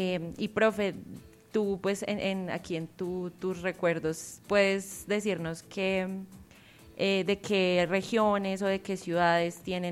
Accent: Colombia; nosotros como colombianos.

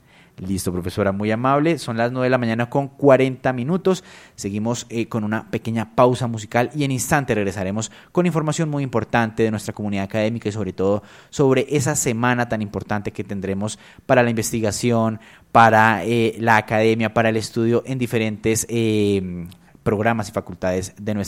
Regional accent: Colombia; todos como colombianos.

